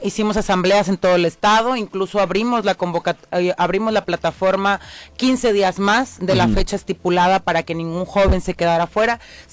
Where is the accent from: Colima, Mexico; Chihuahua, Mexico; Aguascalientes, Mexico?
Colima, Mexico; Tecomán; now in Colima, Mexico; yo soy de Tecomán, ya adoptada aquí en la ciudad de Colima.